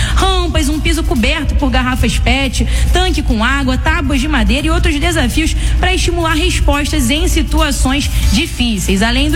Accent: Rio de Janeiro, Brazil; Eu sou carioca

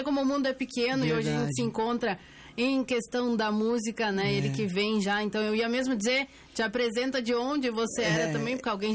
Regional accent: Progresso, Rio Grande do Sul, Brazil; eu sou de Progresso

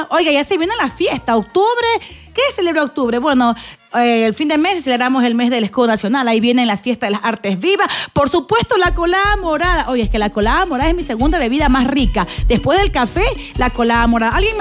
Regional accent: Manabí, Ecuador; now in Loja, Ecuador; como dicen en mi tierra los manabí

